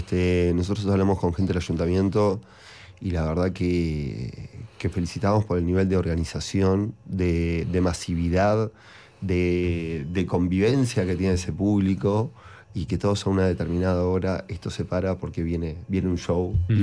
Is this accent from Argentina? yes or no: no; Uruguay